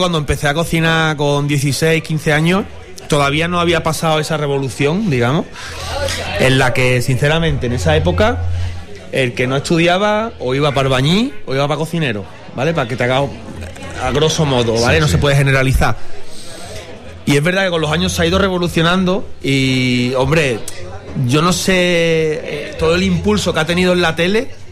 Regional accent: Seville, Andalusia, Spain; Yo soy de Sevilla, he venido desde pequeño.

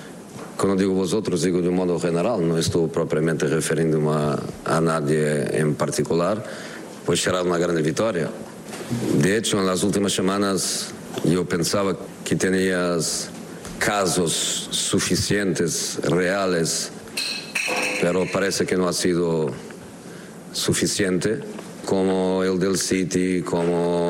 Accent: Portugal; la difícil situación en mi país con Cristiano Ronaldo y con su entrenador

